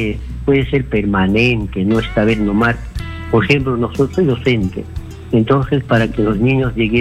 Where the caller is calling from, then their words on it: Yungay, Ancash, Peru; yo llamo de Ancas, Yungay.